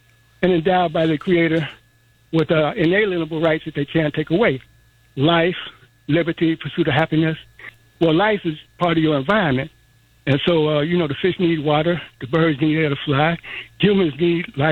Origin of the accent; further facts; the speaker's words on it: United States; Africa is my fatherland. America is my motherland. And we are a new people born in America.